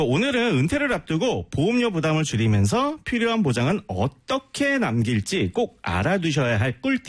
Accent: Jeolla, South Korea; born there; 우선 저는 이제 전라도 태생이거든요.

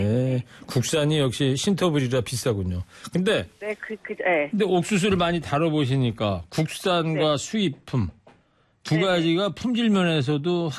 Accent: Anseong, Gyeonggi Province, South Korea; 저 같은 경우에 이제 경기도 안성에 어렸을 때 거기서 자랐으니까, 시골이니까

